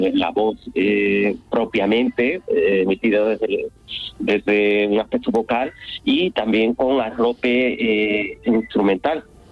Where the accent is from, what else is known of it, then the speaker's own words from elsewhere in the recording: Andalusia, Spain; en nuestra tierra, ¿no?, en Andalucía.